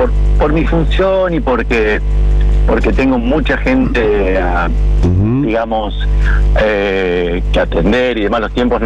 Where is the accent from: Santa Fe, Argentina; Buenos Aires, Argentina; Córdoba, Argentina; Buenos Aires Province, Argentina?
Santa Fe, Argentina; Arteaga; moved away